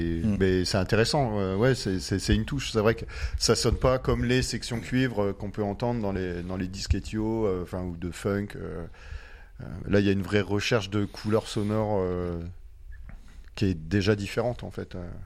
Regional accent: France; On n'est pas éthiopien, on est... On est français

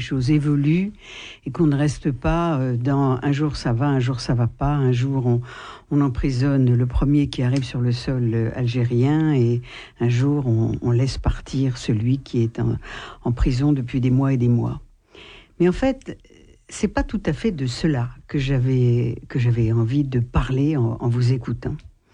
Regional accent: Morocco; born there; moi je suis née au Maroc

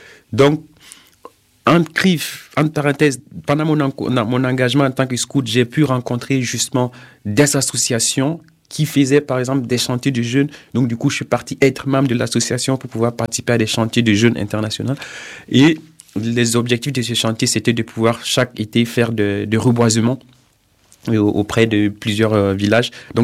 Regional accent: Koudougou, Centre-Ouest, Burkina Faso; moved away as an adult; also born or lived in Ouagadougou, Burkina Faso; j'ai grandi au Burkina, j'ai fait mes études du Koudougou. C'est une ville qui est à peu près à 5 km de la capitale, du Ouagadougou. J'ai fait vraiment une partie de mes études là-bas avant d'arriver à Ouaga.

